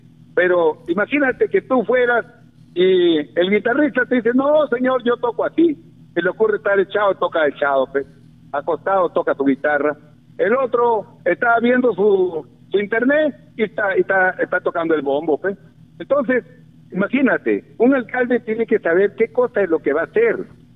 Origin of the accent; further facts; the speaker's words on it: Olmos, Lambayeque, Peru; mi pueblo de Olmos